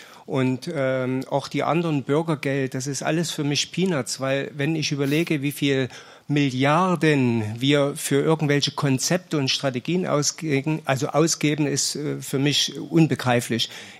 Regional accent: Großostheim, Bavaria, Germany; Ich komme aus Großostheim in der Nähe von Aschaffenburg.

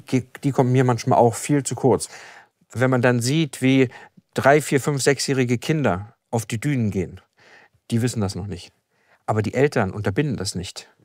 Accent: Berlin, Germany; moved away as an adult; also born or lived in Warsaw / Frankfurt; now in Usedom, Germany; Ich bin in einer Großstadt in Berlin aufgewachsen, habe 5 Jahre in Warschau gelebt und habe meine Ausbildung in Frankfurt gemacht. … ich bin 41 Jahre alt

